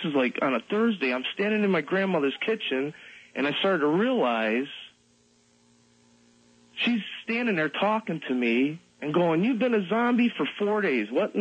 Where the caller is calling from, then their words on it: New York, United States; I'm calling from Western New York.